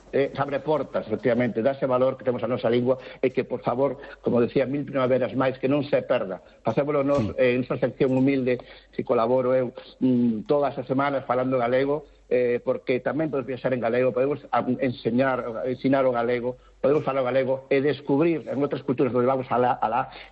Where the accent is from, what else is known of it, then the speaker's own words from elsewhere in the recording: Galicia, Spain; pero se usted é portugués, non, son galego, estou unha beiriña e tal.